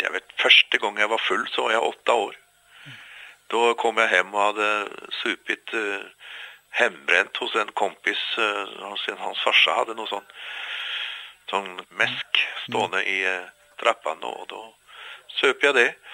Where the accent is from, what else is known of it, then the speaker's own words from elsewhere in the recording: Oslo, Norway; Swedish is a second language; also born or lived in Tromsø, Norway; now in Gothenburg, Sweden; av Tromsö. Jag flyttade faktiskt ner med familjen när jag var 3 år gammal bara. Mm. Så jag har vuxit upp i Oslo.